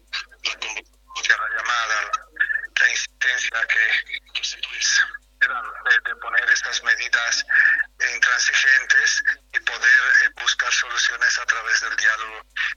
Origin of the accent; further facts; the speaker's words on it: Bolivia; Recuerden que somos hermanos, somos bolivianos, no somos enemigos.